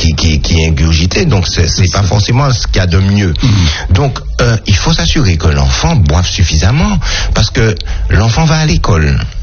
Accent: Le Carbet, Martinique; born or raised there; also born or lived in Saint-Pierre, Martinique

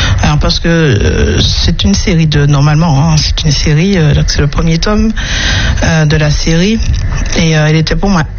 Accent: Martinique; Je suis une Martiniquaise.

